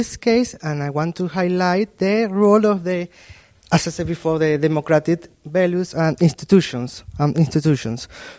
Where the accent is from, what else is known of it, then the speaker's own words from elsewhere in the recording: Venezuela; moved away as an adult; now in Turkey; I am from Venezuela, currently living in Turkey since 2021